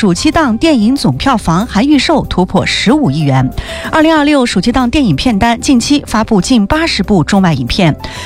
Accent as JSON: {"language": "Chinese", "region": "Xinjiang", "country": "China"}